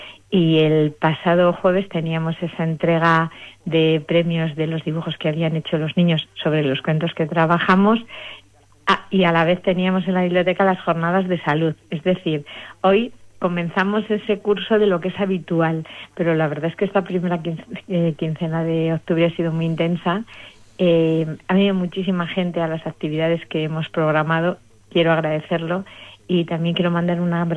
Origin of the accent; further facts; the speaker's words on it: Spain; todos tenemos así ese orgullo de ¡ay, que somos españoles!